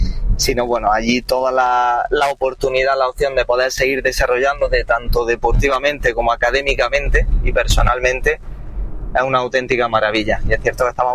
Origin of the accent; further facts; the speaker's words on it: Balanegra, Andalusia, Spain; Yo soy nativo de Balanegra. Sí que es cierto que a nivel deportivo me he formado, me he criado allí en el Ejido Fútbol Sala.